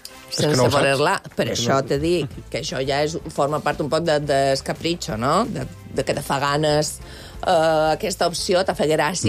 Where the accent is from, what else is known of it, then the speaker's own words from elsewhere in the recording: Es Castell, Balearic Islands, Spain; Perquè en el meu poble...